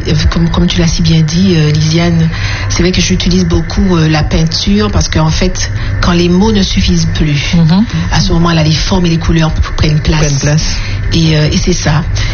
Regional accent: Martinique; je suis martiniquaise

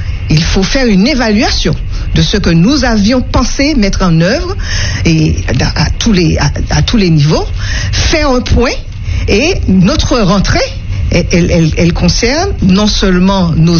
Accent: France; Notre monde, c'est notre monde national, puisque nous sommes français.

